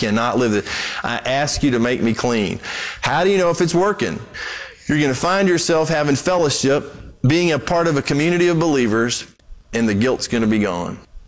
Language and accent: English; Brazil; I grew up in Brazil.